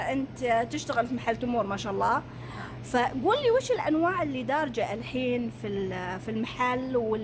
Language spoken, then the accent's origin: Arabic; Saudi Arabia; طبعا احنا كسعوديين